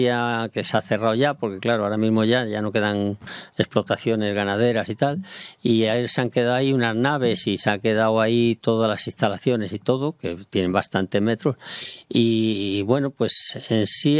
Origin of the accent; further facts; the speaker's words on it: El Escorial, Community of Madrid, Spain; yo a mí lo que me interesa es mi pueblo. Mi pueblo, el Escorial está parado también